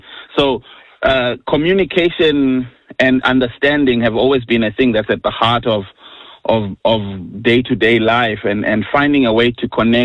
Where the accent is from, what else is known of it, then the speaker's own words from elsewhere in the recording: Zimbabwe; So growing up in Zimbabwe, you have quite a big celebration of traditional music. Each tribal group in the country has music that is very peculiar to them.